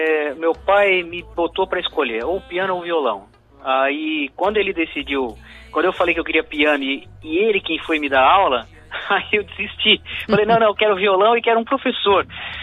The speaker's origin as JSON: {"language": "Portuguese", "region": "South Region", "country": "Brazil", "accent": "southern Brazilian, Italian-influenced", "said": "aqui no sul é um monte de imigrante italiano e alemão, então uhum. não tem como não formar algum sotaque ali puxado para essa região"}